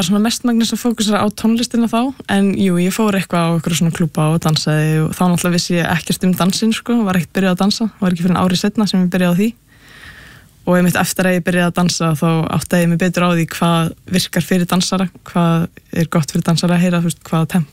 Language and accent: Icelandic; Capital Region, Iceland; Nei, ég er ættu að vestan ég úlst upp bara hérna bara á höfbrugarsveðinu sko.